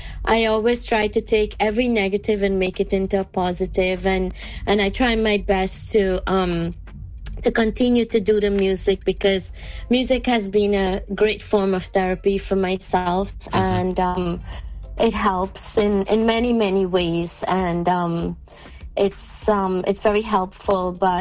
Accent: Guyana; Even Guyana, boy, I don't think they think I'm from Guyana, too. I don't think they think I'm Guyanese enough.

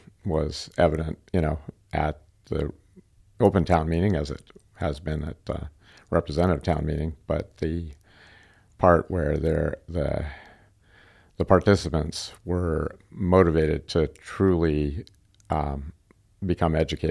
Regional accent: New Hampshire, United States; born there; also born or lived in Ethiopia / North Carolina / Rockville, Maryland; I was born in New Hampshire, and I took a circuitous route to come back to New England, but felt like I arrived home when I got here by Ethiopia, North Carolina, Rockville, Maryland, just outside of D.C.

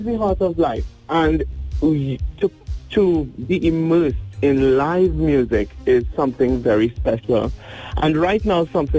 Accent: Trinidad & Tobago; born there

